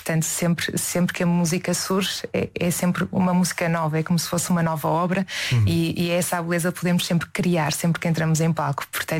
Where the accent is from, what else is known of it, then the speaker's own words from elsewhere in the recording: Esposende, Braga, Portugal; Eu sugeria irmos jantar a Esposende, a minha terra natal.